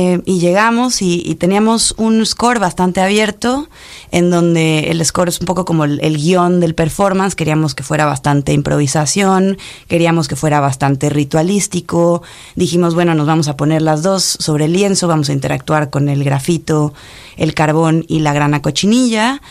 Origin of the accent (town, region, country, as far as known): Salta, Argentina